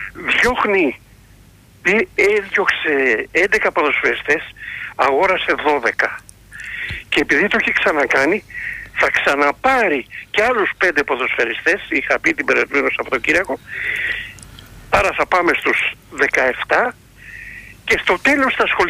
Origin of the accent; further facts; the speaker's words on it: Attica, Greece; από τα Βόρεια Προάστια.